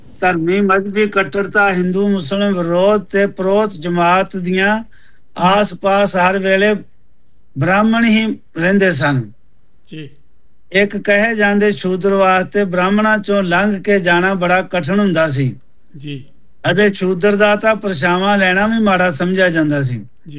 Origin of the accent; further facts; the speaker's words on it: Punjab, India; moved away; ਜਿਵੇਂ ਅਸੀਂ ਭਾਰਤੀ ਹਾਂ, ਸਾਡਾ ਸੱਭਿਆਚਾਰ ਪੰਜਾਬੀ ਤੇ ਵਿਦੇਸ਼ਾਂ ਵਿੱਚ ਆ ਕੇ ਅਸੀਂ ਵੀ ਪੱਛਮੀ ਸੱਭਿਆਚਾਰ ਵਿੱਚ ਰਹਿਣ ਕਰਕੇ